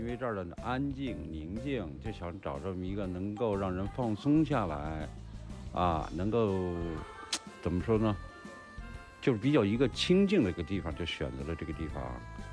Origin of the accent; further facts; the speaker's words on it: Beijing, China; accent: Beijing dialect; moved away as an adult; now in Chadong, China; 老北京，土生土长的天桥人。